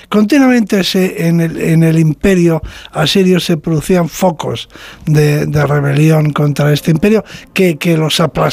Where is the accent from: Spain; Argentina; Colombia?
Spain; somos los españoles un, sí, pueblo culto, un pueblo muy culto.